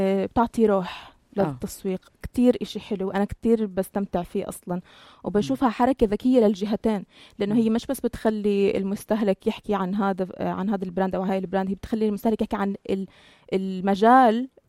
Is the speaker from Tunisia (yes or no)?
no; Jordan; إحنا كأردنيين